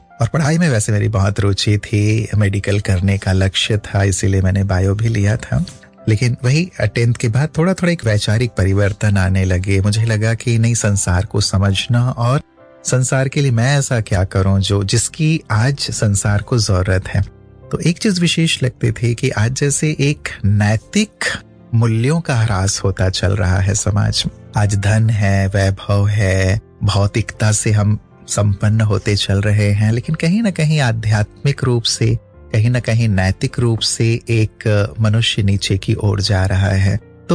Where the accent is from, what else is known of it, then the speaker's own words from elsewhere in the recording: Bilaspur, Chhattisgarh, India; born there; जी जी, मेरा जन्म छत्तीसगढ़ बिलासपुर में हुआ। तब तो एमपी हुआ करता था, मध्य प्रदेश